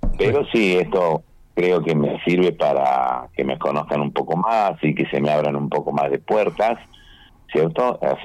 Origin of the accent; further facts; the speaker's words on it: Córdoba, Argentina; born there; Sí, yo nací en Córdoba Capital.